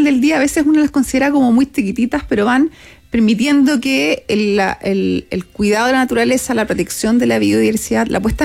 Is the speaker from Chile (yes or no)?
yes; Viña del Mar, Valparaíso, Chile; born there; nací en Viña.